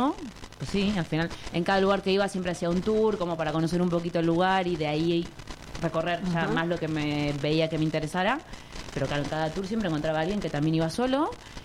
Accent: Buenos Aires Province, Argentina; born there; moved away; yo soy de provincia de Buenos Aires.

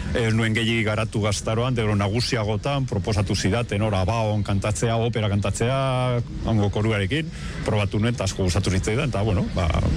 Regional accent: Basauri, Basque Country, Spain; also born or lived in Vitoria-Gasteiz; now in Arbizu, Spain; ni izater Basaurikoa naiz, herri industrial nahiko handia, Gasteizen bizi izan nintzen beste hainbat urtetan, eta ja badara matzat urte batzuk Arbizun herri txiki euskaldun lasai baten bizitzen

